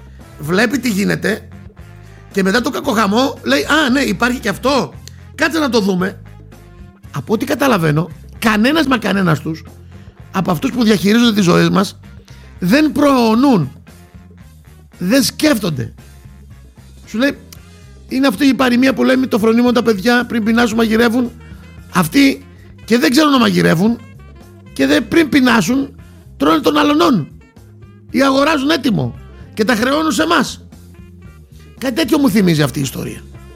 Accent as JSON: {"language": "Greek", "country": "Greece", "said": "εμείς σαν Έλληνες"}